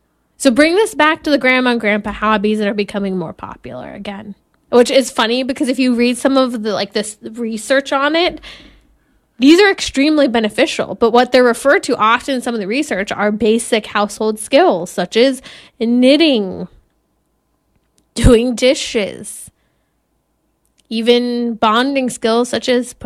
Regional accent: California, United States; what happens here in my home state of California.

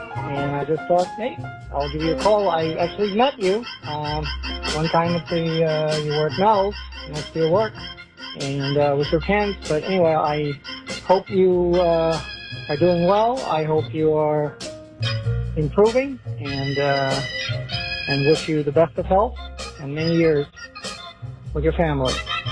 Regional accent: Los Angeles, California, United States; Hi, Dennis. I'm in Raleigh from Los Angeles.

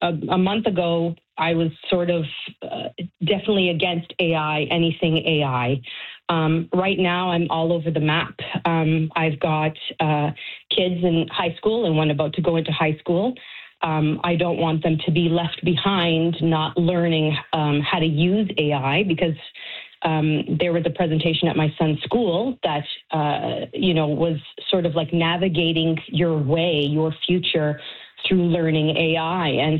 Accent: Canada; So we're, as a population, as a Canadian, we're just sort of, we don't know where to look

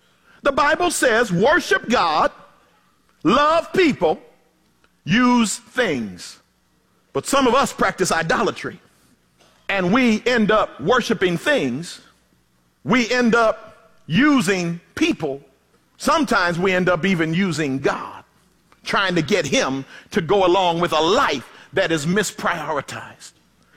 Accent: Philadelphia, Pennsylvania, United States; now in California, United States; I grew up in Philly, so I'm always with the Eagles.

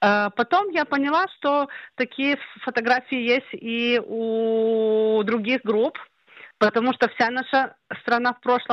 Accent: Ukraine; now in Israel; Я сама репатрировалась с Украины

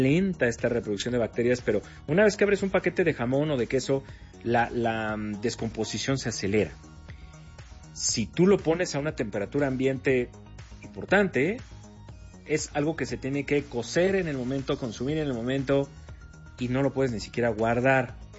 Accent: northern Mexico, Mexico; somos norteños.

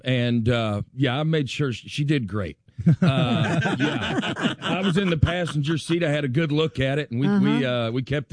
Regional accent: Alabama, United States; now in Nashville, United States; I grew up about 12 miles outside of Huntsville, a great little place

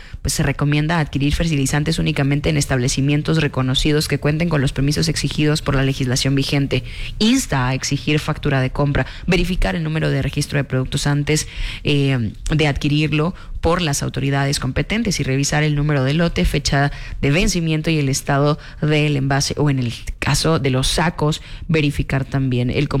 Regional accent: Guatemala; de los consumidores, que somos los guatemaltecos.

